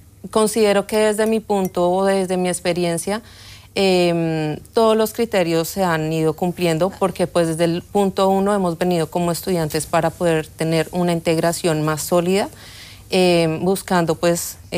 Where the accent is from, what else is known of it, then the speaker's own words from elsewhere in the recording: Colombia; Catalan is a second language; soc de Colòmbia.